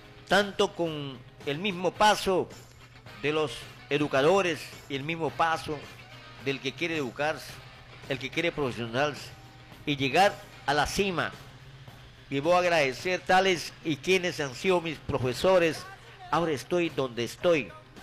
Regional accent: Peru; ciudadano de a paso y peruano

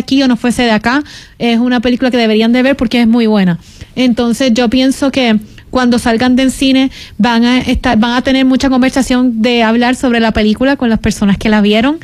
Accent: Puerto Rico; Me gustaría trabajar también en mi país, en Puerto Rico.

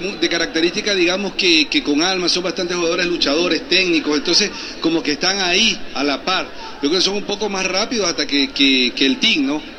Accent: Manta, Manabí, Ecuador; todos somos manaví mantenses

